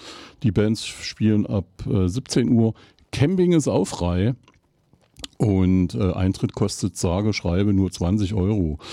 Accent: Eisenach, Thuringia, Germany; ich komme aus Eisenach

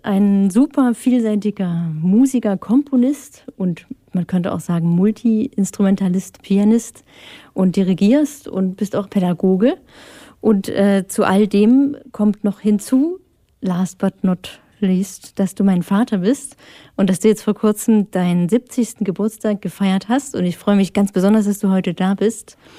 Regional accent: Leipzig, Saxony, Germany; Da warst du auch beteiligt in Leipzig. Das ist meine Heimatstadt.

